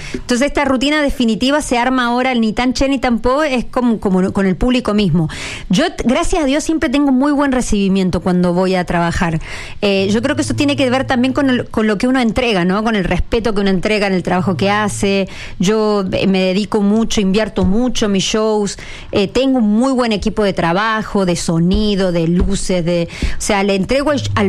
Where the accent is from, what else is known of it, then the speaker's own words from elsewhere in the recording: Argentina; now in Chile; Y yo estoy acá y me dicen, no se te va el acento. Digo, yo no sé ahora cómo hablo, y soy chilena, yo soy argentina.